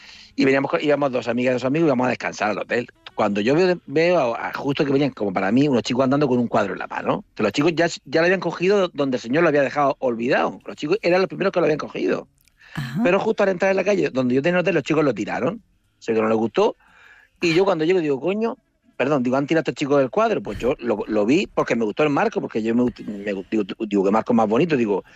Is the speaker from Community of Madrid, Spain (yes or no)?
no; Murcia, Region of Murcia, Spain; soy de Murcia y tal.